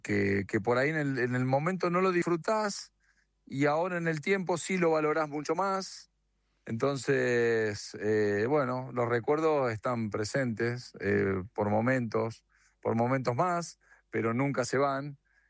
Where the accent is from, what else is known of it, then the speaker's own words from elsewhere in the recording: Argentina; nosotros como argentinos lo cuestionamos mucho.